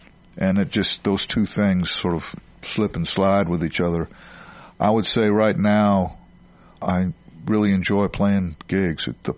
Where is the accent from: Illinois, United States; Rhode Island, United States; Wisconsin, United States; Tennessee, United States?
Rhode Island, United States; born there; moved away as an adult; also born or lived in North Carolina; I was born in Rhode Island, you know, baby boomer and all that stuff. And my dad was from New England, and my mom was from North Carolina, so we had this connection with North Carolina.